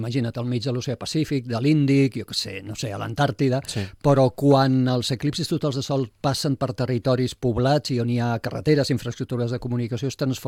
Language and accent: Catalan; Tarragona, Catalonia, Spain; now in Sant Cugat, Spain; jo que sóc de Tarragona, tot i que ara fa molts anys que visc a Sant Cugat, però jo vaig néixer a Tarragona, la meva família és d'aquí